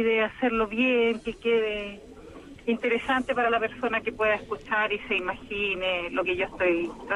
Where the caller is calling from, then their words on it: Santiago, Santiago Metropolitan Region, Chile; de acá de Providencia.